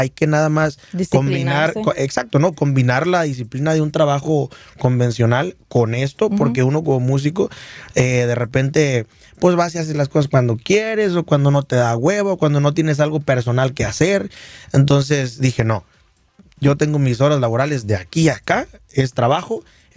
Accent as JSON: {"language": "Spanish", "region": "Michoacán", "country": "Mexico", "accent": "Michoacán", "said": "Así como mi acento michoacano."}